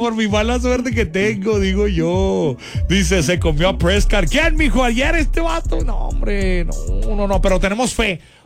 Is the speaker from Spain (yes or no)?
no; Mexico; O sea, en el mundo lo conocen y nosotros como mexicanos, no, o sea, somos feos como mexicanos, muchachos, en serio. A ver, y yo también me cuento